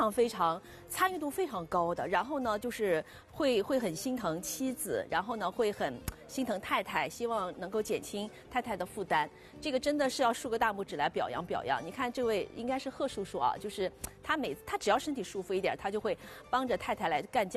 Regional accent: Jiangxi, China; 我不是上海人，我是江西人

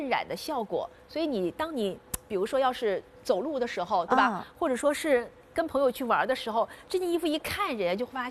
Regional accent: China; 我们中国人是很讲究图案的，就是图必有意，意必吉祥。

